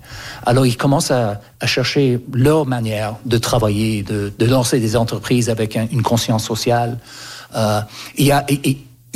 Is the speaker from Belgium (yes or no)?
no; Canada; born or raised there